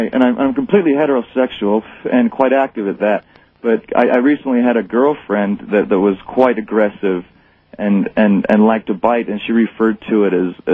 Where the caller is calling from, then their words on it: Utah, United States; from Utah.